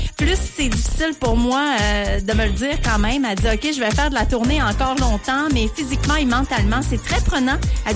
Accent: Quebec, Canada; Et chez nous, au Québec, ben, elle était en spectacle dans le cadre des Franco vendredi dernier.

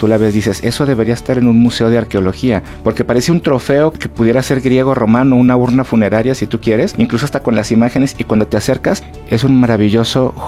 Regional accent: Mexico; quizá muchas veces lo pensamos como mexicanos, pero no lo externamos

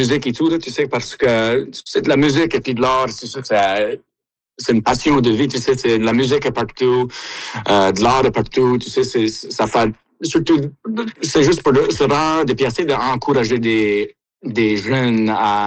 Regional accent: Baie-Sainte-Marie, Nova Scotia, Canada; notre accent à la Baie-Sainte-Marie, dans le sud-ouest de la Nouvelle-Écosse, c'est un peu potent comparé à le restant de la francophonie

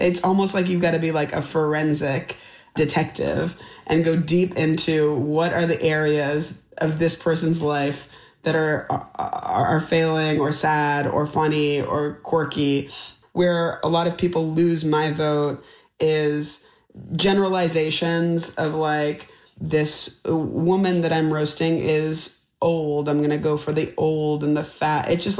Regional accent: Canada; Hello, my friends! I am Canadian!

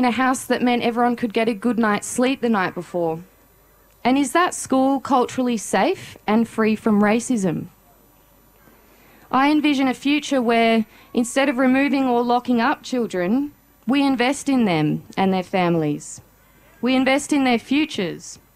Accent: Alice Springs, Northern Territory, Australia; I was born and raised in Mbantwa Alice Springs.

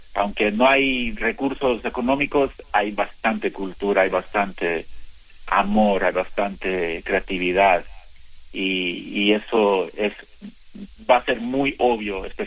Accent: Mexico; siendo mexicano, siendo indígena del Valle Central

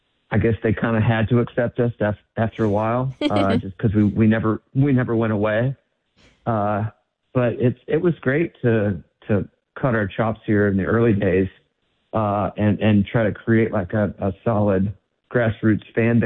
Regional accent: Syracuse, New York, United States; now in Nashville, United States; And I'm originally from up there. I'm from Syracuse.

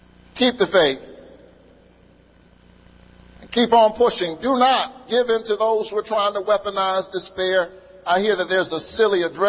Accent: Savannah, Georgia, United States; I grew up in Savannah, Georgia

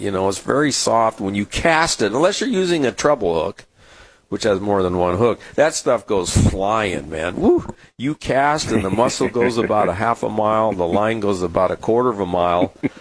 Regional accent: San Diego, California, United States; I grew up fishing in San Diego Bay and the Mission Bay, and we used those stinky mussels that we would get off the pylons of the pier.

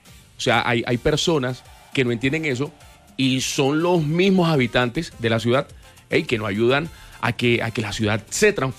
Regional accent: Barranquilla, Atlántico, Colombia; Y yo soy barranquillero, amo mi ciudad, soy, mejor dicho, un enamorado de esa tierra hermosa.

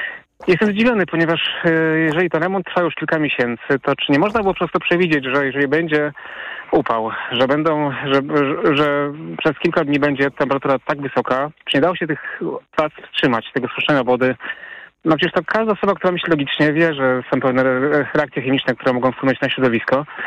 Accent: Lower Silesian Voivodeship, Poland; now in Poznań, Poland; ja dzwonię z Poznania, ale bardzo dobrze znam Zalew Pilchowicki. Tam się w sumie wychowałem już od dziecka.

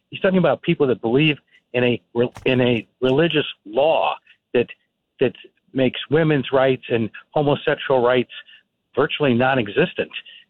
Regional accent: Midwest, United States; I was raised Italian, but I grew up in the Midwest Italian, and there was probably three Jewish families and two Italian families

